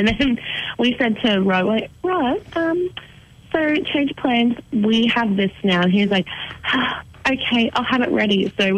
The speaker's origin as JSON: {"language": "English", "town": "Cairns", "region": "Queensland", "country": "Australia", "said": "We're from Cairns, and it's so funny. A lot of our family still live up there."}